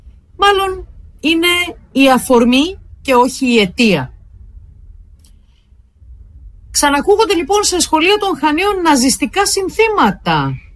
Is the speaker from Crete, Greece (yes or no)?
yes; Heraklion, Crete, Greece; Στο Ηράκλειο επίσης, στην πόλη μου, μία μαθήτρια δέχτηκε απειλές και εκφοβισμό από συμμαθητές της